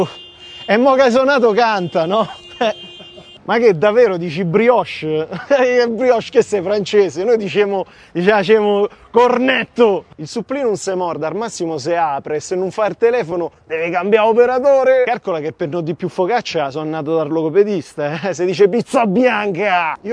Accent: Lombardy, Italy; now in Rome, Italy; No, più o meno, so da Valcamonica.

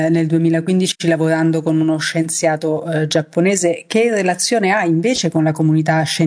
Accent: Lazio, Italy; Tra l'altro sono cresciuta vicino all'INFN a Frascati.

